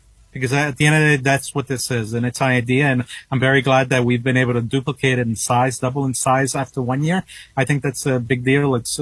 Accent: New York, United States; moved away; also born or lived in Tuxedo, New York; I'm from New York City and upstate New York and Tuxedo.

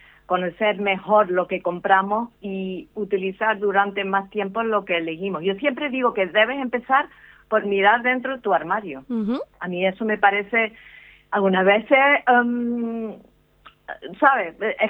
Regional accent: Canary Islands, Spain; No, y aparte tú sabes que los canarios siempre han viajado mucho.

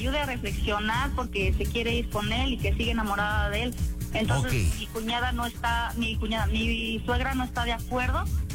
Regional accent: Mexico City, Mexico; born there; now in Valtierrilla, Mexico; Yo nací en la Ciudad de México.

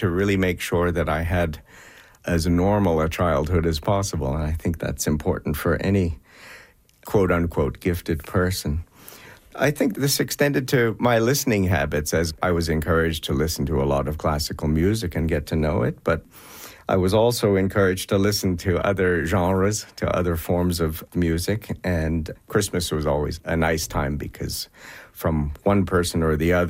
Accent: Winnipeg, Manitoba, Canada; Growing up in Winnipeg, I suppose I had been identified as a young person with a talent for music

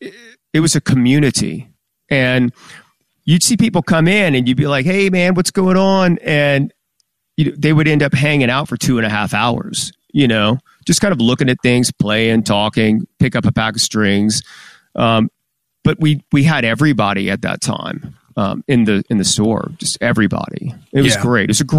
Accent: Baton Rouge, Louisiana, United States; And yeah, then, you know, kind of growing up in Baton Rouge, everybody in my neighborhood was in a band.

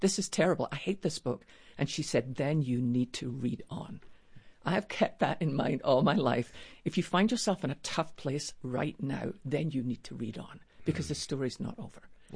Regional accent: Scotland, United Kingdom; Because we're Scottish, we just get on with life.

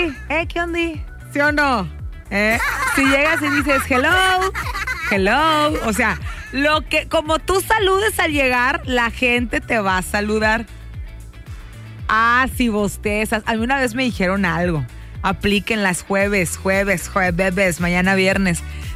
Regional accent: Mexico

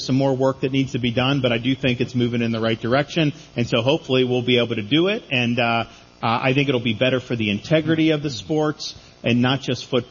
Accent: Florida, United States; I grew up in Florida eating Papa John's.

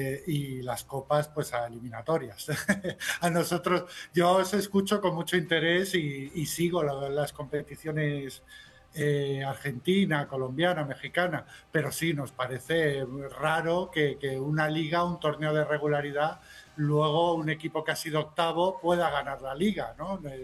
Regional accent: Spain; aquí, sobre todo en España

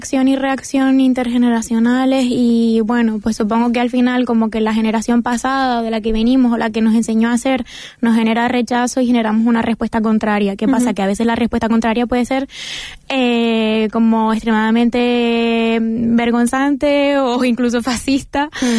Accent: Canary Islands, Spain; yo soy canaria, también de una zona rural, y hay muchas palabras que tú utilizaste que yo no conocía.

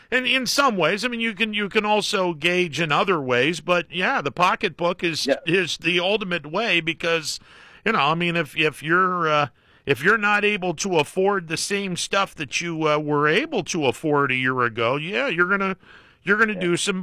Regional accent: Columbiana County, Ohio, United States; moved away; I was from Columbiana County. Grew up in the northern part of Columbiana County

